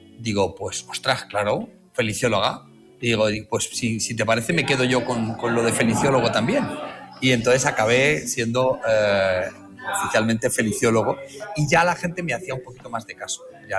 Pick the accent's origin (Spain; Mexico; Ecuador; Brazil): Spain; Marbella, Andalusia; yo soy de Marbella y en Málaga es donde acabamos de inaugurar un espacio precioso